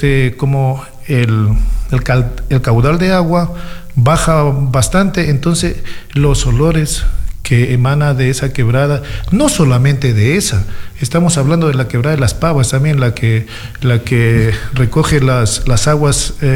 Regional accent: Loja, Ecuador; moved away; also born or lived in Spain; cuando nosotros migramos todavía en el sector donde yo soy del sector de la Alborada

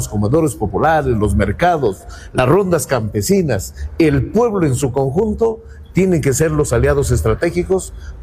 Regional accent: Cajamarca, Peru; ¿Qué he hecho como alcalde en mi pueblo?

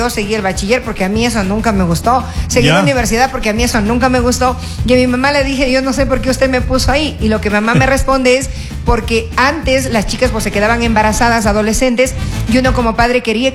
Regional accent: Ambato, Tungurahua, Ecuador; Yo tengo 32 años, soy de Ambato, y a mis sobrinos les enseño a trabajar en las vacaciones.

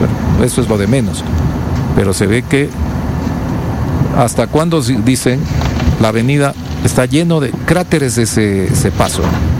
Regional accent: Ecuador; es lo que somos los ecuatorianos

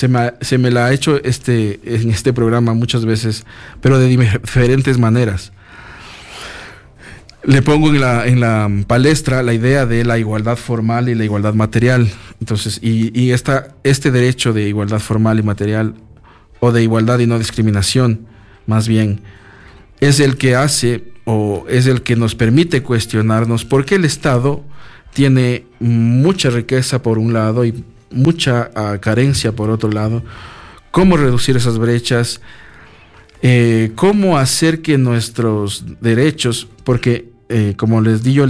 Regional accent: Ecuador; todos somos ciudadanos, todos los que cumplimos mayoría de edad en el Ecuador y nacimos en el Ecuador o de padres ecuatorianos, somos ecuatorianos

